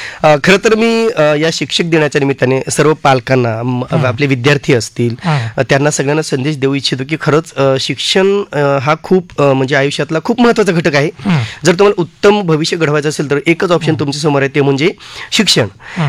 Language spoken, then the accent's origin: Marathi; Chinchordi, Maharashtra, India; माझं गाव आहे कळमनुरी, म्हणजे हिंगोली जिल्ह्यातील कळमनुरी तालुक्यातील चिंचोरडी हे माझं मूळ गाव आहे आणि तिथूनच माझी सगळ्या गोष्टींची सुरुवात झालेली होती.